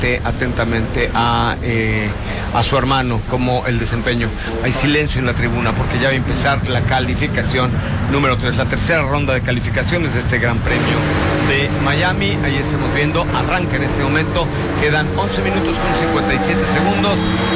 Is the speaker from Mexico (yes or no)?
yes; Mexico; para que los mexicanos nos volvamos a volcar.